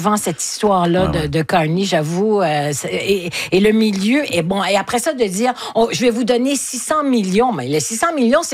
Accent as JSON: {"language": "French", "country": "Ukraine", "lives_now": "Canada", "said": "Je suis ukrainienne."}